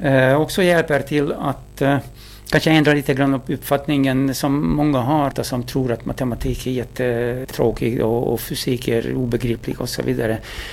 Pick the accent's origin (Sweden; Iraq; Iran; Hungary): Hungary; Swedish is a second language; moved away; Ja, jag som en ungrare kan inte dölja min patriotism